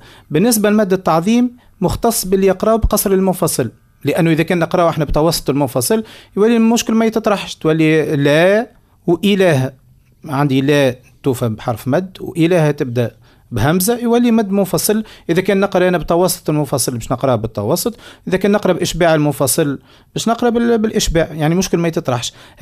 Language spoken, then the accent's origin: Arabic; Tunisia; في بلادنا تونس